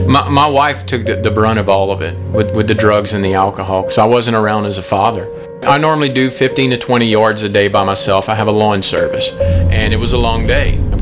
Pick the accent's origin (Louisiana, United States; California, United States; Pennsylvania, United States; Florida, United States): Louisiana, United States; I grew up here in Louisiana. This is the Deep South all my life.